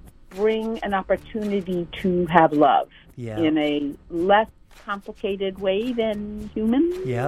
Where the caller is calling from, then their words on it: Weehawken, New Jersey, United States; I'm just a little bit north of you in Weehawken.